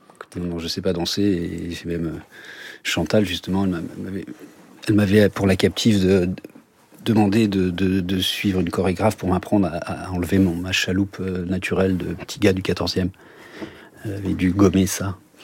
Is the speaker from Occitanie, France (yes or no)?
no; Paris, Île-de-France, France; un journaliste avec lequel j'ai grandi à Montparnasse.